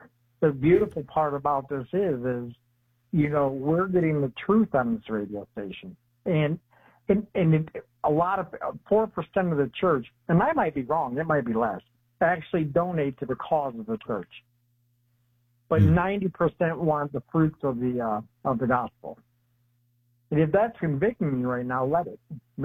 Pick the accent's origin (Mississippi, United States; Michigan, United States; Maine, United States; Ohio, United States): Michigan, United States; Detroit; moved away; I was just in my home state of Detroit, Michigan